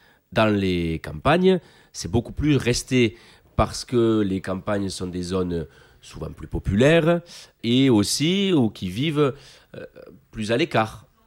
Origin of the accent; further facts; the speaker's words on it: France; first language Occitan; grâce à la langue d'oc, qui est ma langue maternelle, que donc je parle depuis la naissance. J'ai fait aussi ma scolarité en occitan, dans des calendrettes.